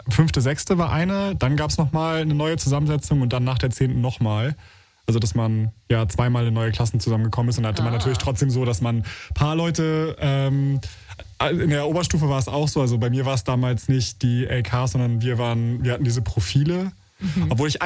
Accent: Schleswig-Holstein, Germany; born there; ich bin ja in Schleswig-Holstein zur Schule gegangen

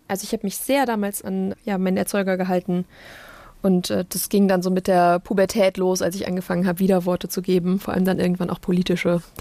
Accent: Germany; also born or lived in Osnabrück; In so einer alteingesessenen CDU-Familie, in einem kleineren Ort eben. Sehr, sehr westdeutsch auch. Also ich bin relativ nah der niederländischen Grenze groß geworden und ja, habe da so meine Kindheit und Jugend verbracht.

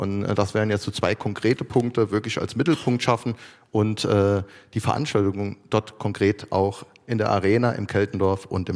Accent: Otzenhausen, Saarland, Germany; ich komme aus Otzenhausen, wir haben super engagierte Vereine

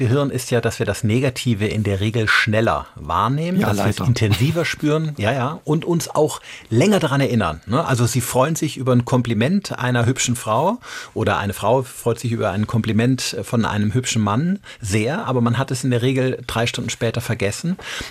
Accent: Rhineland, Germany; Ich komme aus dem Rheinland

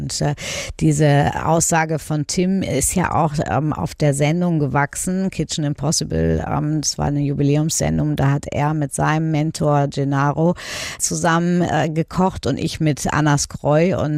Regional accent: Hamburg, Germany; Vielleicht ist das auch natürlich meine Heimat Hamburg. Wir sind am Wasser.

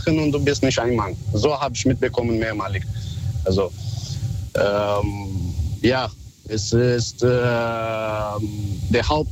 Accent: Frankfurt, Hesse, Germany; German is a second language; Ja, ich bin aus Frankfurt

